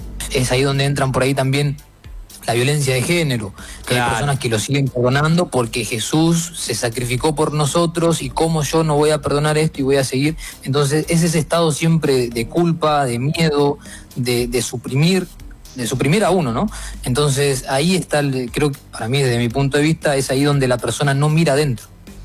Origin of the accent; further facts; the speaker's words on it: Argentina; yo no me puedo estar peleando con una persona que es de Ecuador porque yo soy de Argentina.